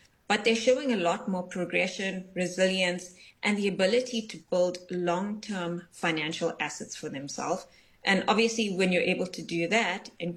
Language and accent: English; South Africa; as a young female growing up in South Africa.